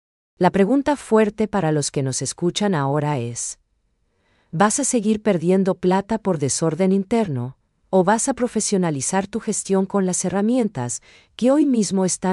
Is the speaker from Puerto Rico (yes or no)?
no; Paraguay